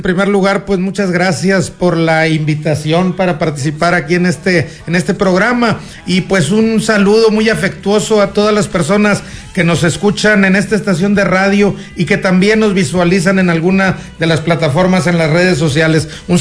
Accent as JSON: {"language": "Spanish", "town": "Villa Unión", "region": "Coahuila", "country": "Mexico", "tie": "born or raised there", "also_born_or_lived": "Piedras Negras", "said": "originario 100% de Villa Unión, mis papás también."}